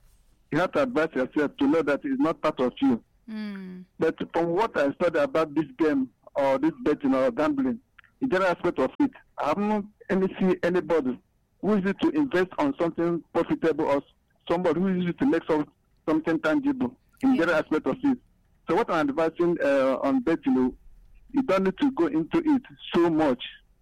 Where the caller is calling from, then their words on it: Nigeria; from Abapa.